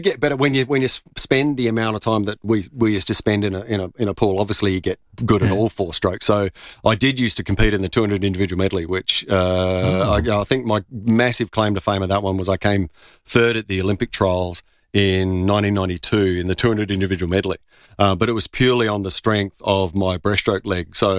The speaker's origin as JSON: {"language": "English", "town": "Modbury", "region": "South Australia", "country": "Australia", "tie": "born or raised there", "said": "Modbury. I grew up in. Yeah. So okay. I was a Clovercrest Swim School graduate from many years ago."}